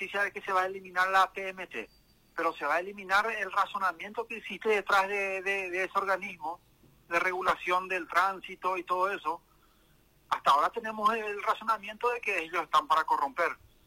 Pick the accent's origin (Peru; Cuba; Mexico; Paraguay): Paraguay; nosotros ahora como paraguayos